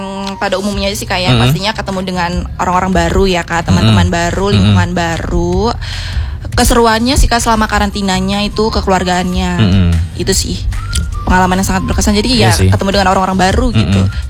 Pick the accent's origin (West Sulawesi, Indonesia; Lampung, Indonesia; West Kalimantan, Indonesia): Lampung, Indonesia; karena kita juga kan anak Lampung.